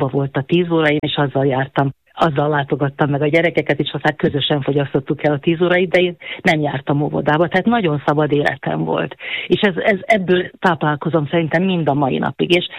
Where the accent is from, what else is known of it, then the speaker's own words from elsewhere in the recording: Lučenec, Banská Bystrica Region, Slovakia; Ja, igen, igen, hát Losoncon születtem, és valóban pincen éltem le életem legfontosabb gyermekéveit.